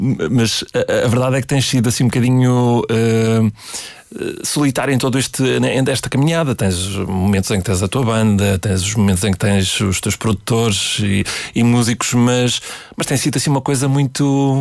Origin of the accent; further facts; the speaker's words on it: Trás-os-Montes, Portugal; eu sou transmontano